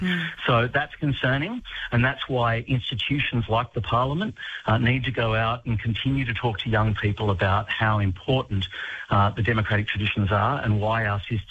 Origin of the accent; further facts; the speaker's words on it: Australia; You know, I grew up on the Murray River. I live now on the north coast of New South Wales.